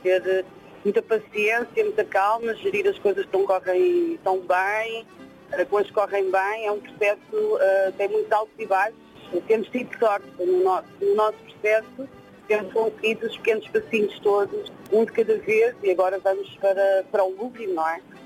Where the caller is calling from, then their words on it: Portugal; somos de Prol de Montagrasso